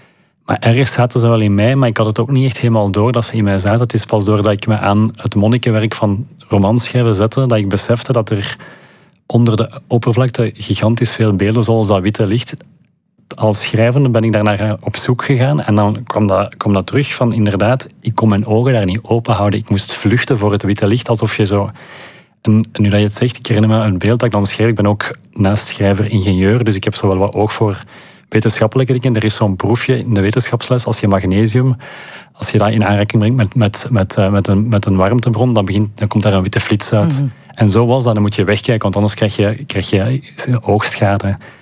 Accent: Leuven, Flemish Brabant, Belgium; Ik kom uit Leuven. Ik woonde in Leuven. We zijn terug in de buurt van Leuven komen wonen. Ik zie die stad graag. Die is heel vertrouwd voor mij.

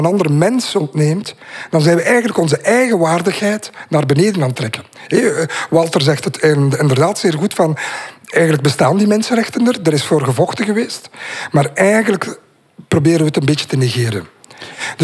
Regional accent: Ostend, Flanders, Belgium; born there; ik hou van Vlaanderen. Ik ben in Oostende geboren.

